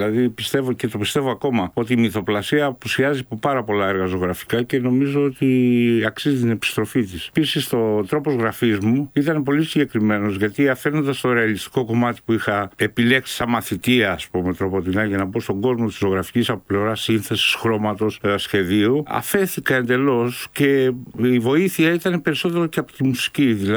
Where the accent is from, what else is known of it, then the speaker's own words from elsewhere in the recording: Neapoli, Crete, Greece; also born or lived in Heraklion; Η πόλη που μεγαλώνει είναι η Νεάπολη. Γεννήθηκα στο Ηράκλειο, αλλά μεγάλωσα στη Νεάπολη και η καταγωγή του πατέρα μου είναι από τον Τζερμιάδο, από το μόνιμο χωριό.